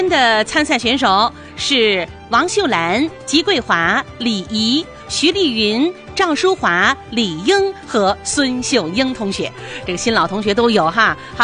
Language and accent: Chinese; Harbin, Heilongjiang, China; 咱们的家乡是春夏交替时节了，